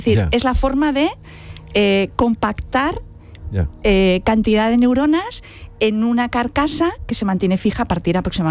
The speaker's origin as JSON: {"language": "Spanish", "town": "Barcelona", "region": "Catalonia", "country": "Spain", "said": "De Barcelona, de Barcelona."}